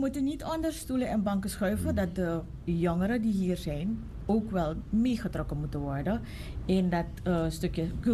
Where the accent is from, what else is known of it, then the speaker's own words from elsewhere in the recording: Suriname; ja, ik ben Surinamer, dus ik kan Sranang Tongo praten.